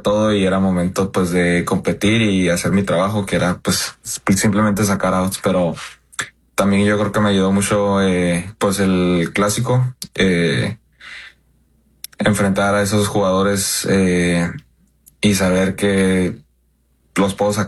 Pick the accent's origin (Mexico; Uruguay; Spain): Mexico; siendo mexicano, los Dodgers retumban en México